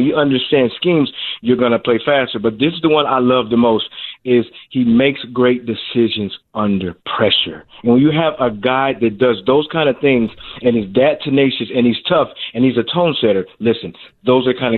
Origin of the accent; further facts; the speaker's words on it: Denver, Colorado, United States; I'm from Denver, Colorado, grew up watching John Elway.